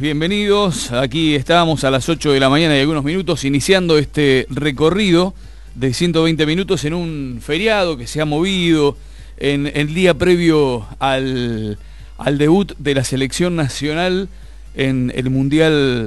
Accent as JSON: {"language": "Spanish", "country": "Argentina", "said": "nosotros que somos argentinos"}